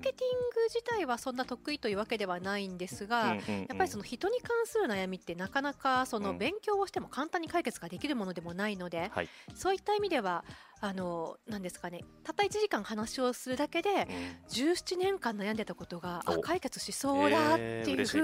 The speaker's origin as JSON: {"language": "Japanese", "region": "Kochi", "country": "Japan", "tie": "born there", "moved": "as an adult", "lives_now": "Okinawa, Japan", "said": "私は高知県の生まれで、うん、今沖縄に住んで、20年目、うんうん、24歳の時に沖縄に来たんで"}